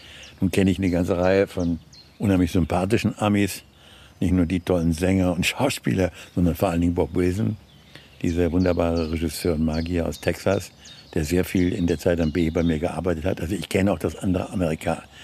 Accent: Bremen, Germany; now in Berlin, Germany; ich bin in der Kirchbachstraße aufgewachsen und anschließend ist das Stadtviertel Haßstedt.

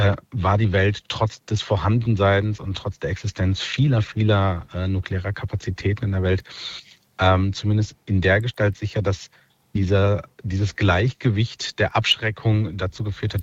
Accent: Germany; wenn wir als Deutsche oder vielleicht sogar auch als Europäer

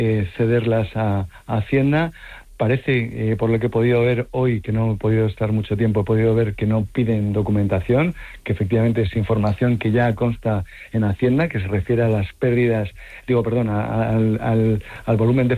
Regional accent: Madrid, Community of Madrid, Spain; now in Ceuta, Spain; porque yo soy madrileño, yo conocí Ceuta cuando en el año 2001 y me quedé profundamente enamorado.

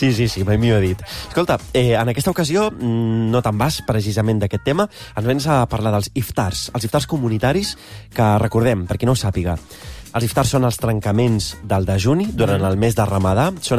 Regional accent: Roses, Catalonia, Spain; Estic fent una mica, jo soc de Roses, de Girona, i la gent de Girona fem una mica el que...

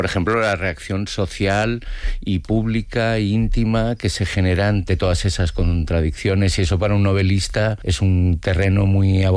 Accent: Spain; Yo fui educado en una clase social, como muchos españoles nacidos de padres emigrantes, las periferias industriales de las grandes ciudades, los años 70, y nací en esa clase social y ya no pertenezco a esa clase social

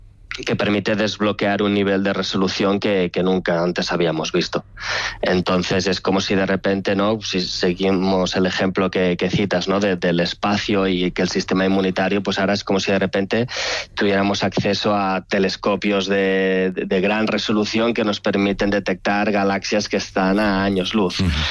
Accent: Barcelona, Catalonia, Spain; Para mí, yo soy de Barcelona. Estuve muchos años fuera en el extranjero formándome

